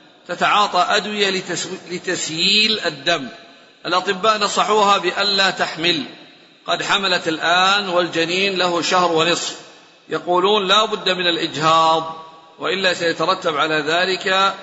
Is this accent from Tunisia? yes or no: no; Nigeria; قضية السلام من الصلاة مرتين أحدثت عندنا في بلدنا نيجيريا اختلافا شديدا في هذا الباب